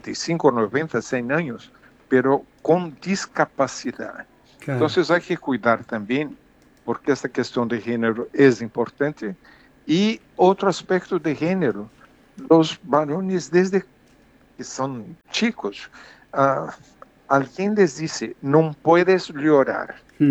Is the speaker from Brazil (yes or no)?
yes; Brazil; en mi país, en Brasil